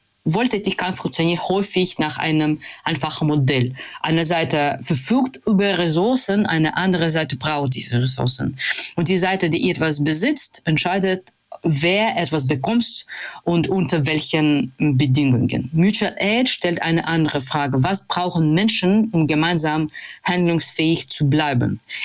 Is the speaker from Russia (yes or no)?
yes; Russia; German is a second language; now in Hamburg, Germany; Ich komme aus Russland, tatsächlich einer Stadt, das hat eine Vollinvasion, Aggression gegen Ukraine gemacht. Ich lebe jetzt in Hamburg